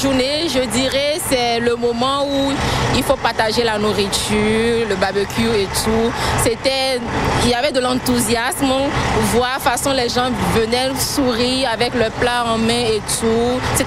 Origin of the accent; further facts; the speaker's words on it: Benin; je viens du Bénin.